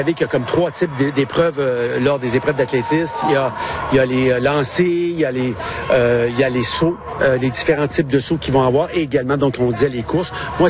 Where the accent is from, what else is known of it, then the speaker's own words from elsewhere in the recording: Quebec, Canada; moved away; Moi, je suis originaire du Québec.